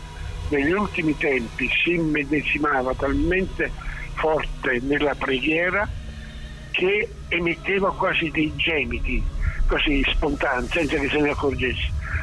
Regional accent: Naples, Campania, Italy

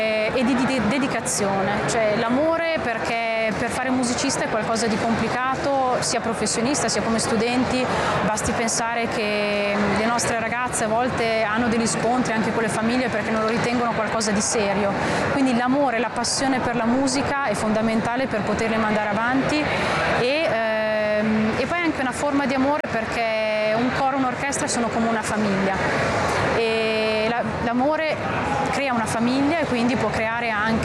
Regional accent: Varese, Lombardy, Italy; moved away as an adult; also born or lived in Milan / Lugano; now in Jerusalem, Israel; sono originaria di Varese, quindi ho studiato a Varese, poi al Conservatorio Verdi di Milano, poi a Lugano ho fatto le mie lauree di musica

